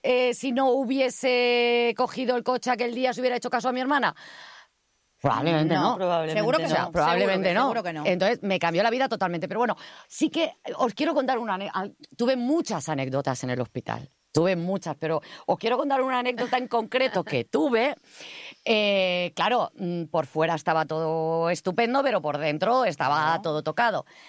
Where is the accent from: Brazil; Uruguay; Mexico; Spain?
Spain; Barcelona, Catalonia; él es de Valencia y yo soy de Barcelona.